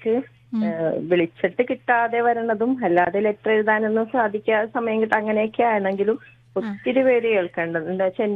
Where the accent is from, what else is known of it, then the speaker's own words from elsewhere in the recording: Nettoor, Kerala, India; moved away as an adult; now in Kaloor, India; ഞങ്ങളുടെ വീട് നെട്ടൂര്. ഞാൻ കല്യാണം കഴിച്ച് കലൂരിലേക്ക് പോകുന്നു.